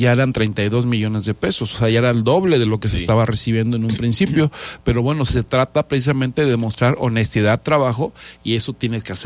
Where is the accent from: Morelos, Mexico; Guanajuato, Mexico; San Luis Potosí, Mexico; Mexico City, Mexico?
Morelos, Mexico; Jojutla; also born or lived in Cuernavaca; de chiquito me llevaron a Jojutla, ¿no? Y me siento orgulloso de haber tenido una niñez en ese pueblo grande, porque no es un pueblo chiquito como todo mundo cree